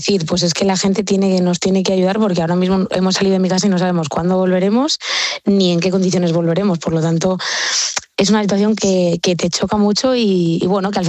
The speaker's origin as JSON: {"language": "Spanish", "town": "Robledo de Chavela", "region": "Community of Madrid", "country": "Spain", "also_born_or_lived": "Colmenar del Arroyo", "said": "en mi caso yo soy mitad de Robledo y mitad de Colmenar"}